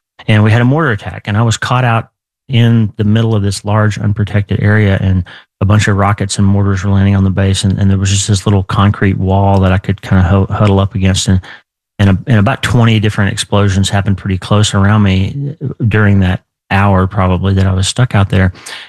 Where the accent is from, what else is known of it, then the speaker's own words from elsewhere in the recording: Oklahoma, United States; Yeah. So I grew up in Oklahoma in a small town